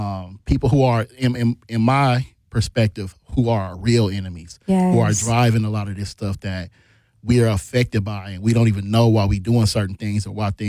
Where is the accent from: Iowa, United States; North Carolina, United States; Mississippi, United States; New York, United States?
Mississippi, United States; It's crazy that I say I grew up in Mississippi, but I dealt with racism here.